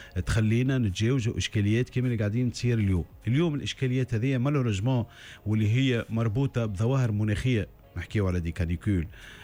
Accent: Tunisia

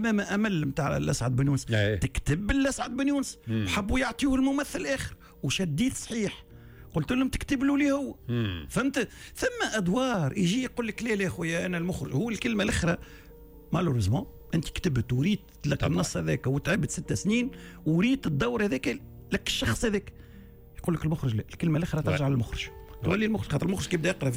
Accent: Matmata, Gabès Governorate, Tunisia; انا محافظ جنوبي من مطماطة، وكلنا التوانسه

